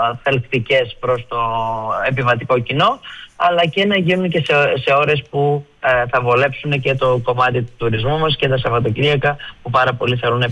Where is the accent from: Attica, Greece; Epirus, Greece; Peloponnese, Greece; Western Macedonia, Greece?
Western Macedonia, Greece; ειδικά στο χωριό μου εκεί στην Καστοριά